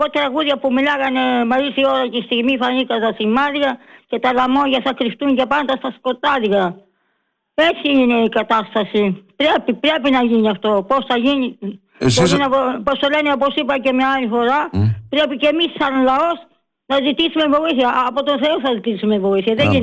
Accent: Agrinio, West Greece, Greece; Και εγώ να σας πω τώρα, είμαι από το Αγρίνιο και εκεί βάζαμε καπνά.

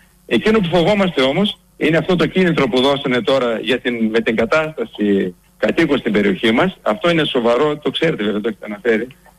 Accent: Greece; Σαν Έλληνας πολίτης

